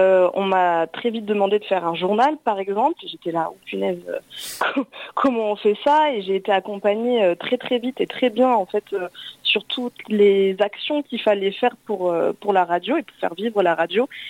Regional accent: Occitanie, France; moved away as an adult; je venais de l'Hérault, bon, pas loin, hein, à 2 heures d'ici.

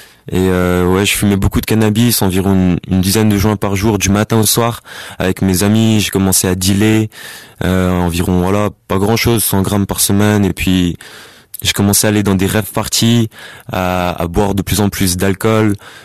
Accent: Grand Est, France; born there; J'ai 19 ans, je suis né en Alsace.

